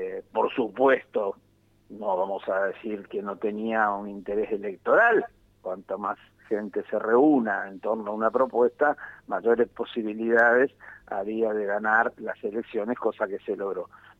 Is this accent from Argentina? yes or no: yes; Santa Fe, Argentina; Si vos me preguntás a mí como santafesino